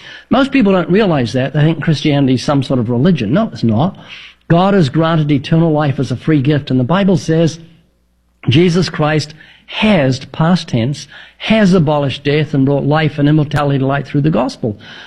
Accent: New Zealand; born there; accent: New Zealand; Yeah, it's right from my birth, how I was born twice in New Zealand. I've got a slight New Zealand accent, you'll notice.

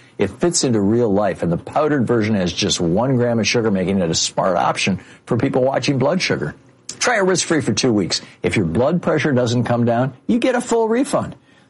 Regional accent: Michigan, United States; born or raised there

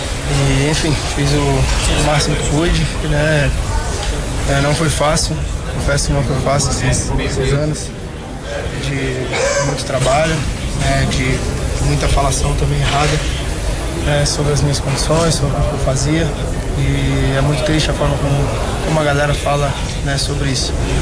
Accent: Brazil; Cara, eu sou brasileiro como você também é, né?

